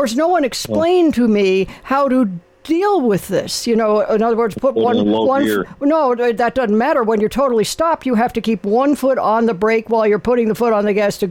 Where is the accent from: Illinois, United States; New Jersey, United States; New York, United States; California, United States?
California, United States; Los Angeles; When I'm from Los Angeles originally, but I got my driver's license.